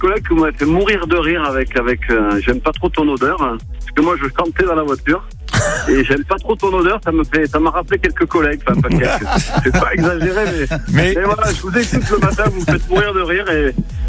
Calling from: Bourg-lès-Valence, Auvergne-Rhône-Alpes, France; là plus précisément à côté de la Roche de Glun, mais sinon j'habite à Bourg-les-Valence.

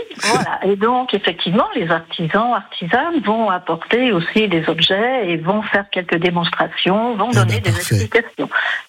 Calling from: Saint-Gengoux-le-National, Bourgogne-Franche-Comté, France; Je vous appelle de Saint-Jean-Goux-le-National.

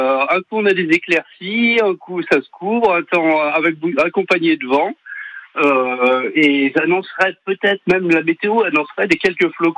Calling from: Roche-en-Forez, Auvergne-Rhône-Alpes, France; j'habite à Roche-en-Forêt

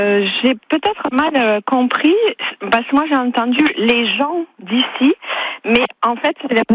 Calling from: Garrigues-Sainte-Eulalie, Occitanie, France; De Garrigues-Sainte-Eulalie.

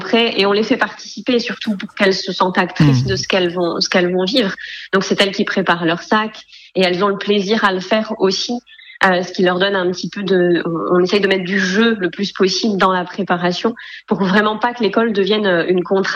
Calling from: Pays de la Loire, France; Alors moi, j'habite en Sarthe, en tout cas pour le moment.

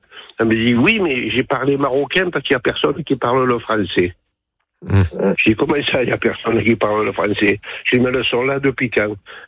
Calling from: France; moi je suis français.

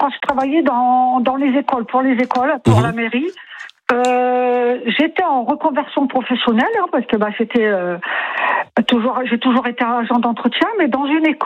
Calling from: Toulouse, Occitanie, France; Je suis à Toulouse, donc voilà. J'étais à Toulouse à l'époque.

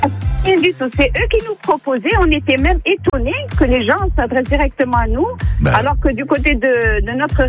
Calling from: Perpignan, Occitanie, France; Je suis de Perpignan, mais on est à Limoges.

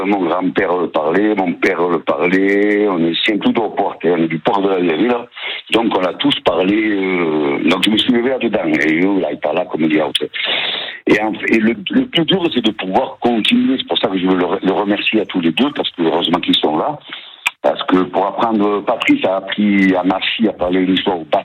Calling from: Provence-Alpes-Côte d'Azur, France; Nous, on est dans les villages. Moi, je suis à Castagny, à Péon. À Castagny, à Péon et à Castagny, c'est village des montagnes et des campagnes.

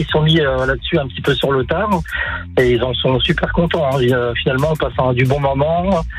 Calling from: Seignelay, Bourgogne-Franche-Comté, France; moi j'habite à Seignelay

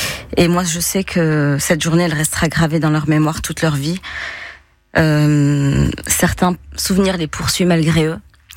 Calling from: Nice, Provence-Alpes-Côte d'Azur, France; Je lui dis, non, je suis pas du tout parisienne, je suis niçoise

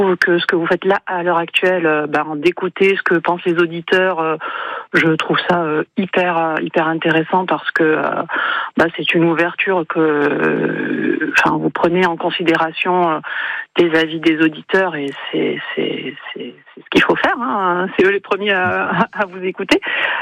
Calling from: Arros-de-Nay, Nouvelle-Aquitaine, France; moi je suis sur la plaine de Naï

